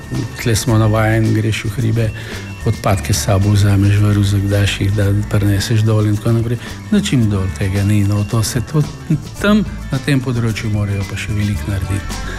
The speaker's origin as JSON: {"language": "Slovenian", "country": "North Macedonia", "moved": "as an adult", "lives_now": "Kranj, Slovenia", "said": "takrat v tistem času ni bilo toliko Makedoncev. V Kranju ne vem, če nas je bilo vse skupaj 10."}